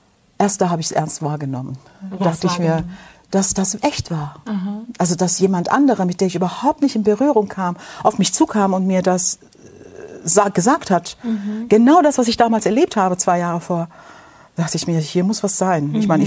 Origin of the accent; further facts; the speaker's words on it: Turkey; now in Germany; misshandelt worden als Kind in der Türkei.